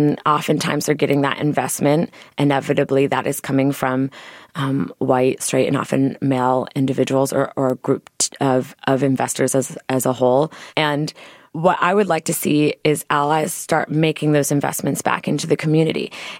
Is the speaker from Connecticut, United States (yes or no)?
no; Chicago, Illinois, United States; as a Chicagoan and as a queer Chicagoan in the city